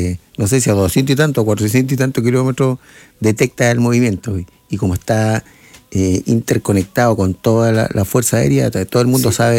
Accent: Chile

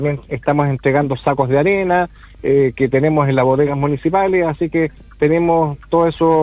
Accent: Chile

